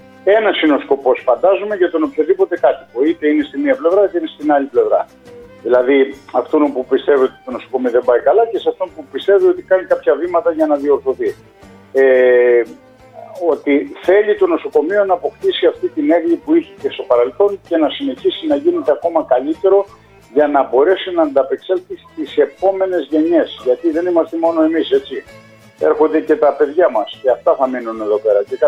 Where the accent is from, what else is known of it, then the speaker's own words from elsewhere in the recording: Monokampi, North Aegean, Greece; στο χωριό μου, το μονοκάμπι της Ικαρίας.